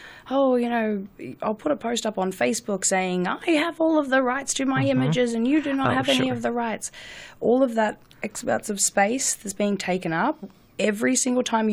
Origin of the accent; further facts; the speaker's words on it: Australia; now in United States; Where are you from? Originally. Australia.